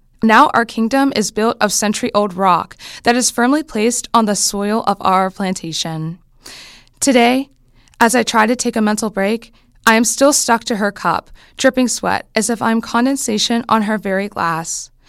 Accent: Bridgeville, Pennsylvania, United States; I'm from the Bridgeville community.

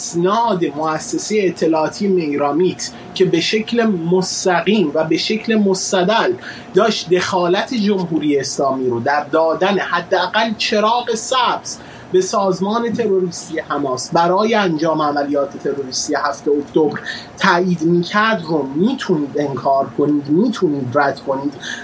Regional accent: Iran

